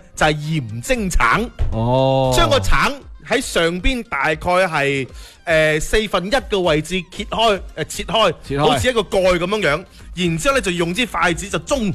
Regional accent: Foshan, Guangdong, China; 就喺我哋佛山街上边咧就话，馒头夹面，碳水夹碳水，正啊！

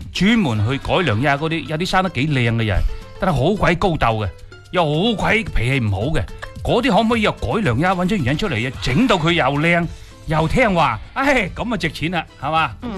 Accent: Guangdong, China; 我哋广东人叫黄

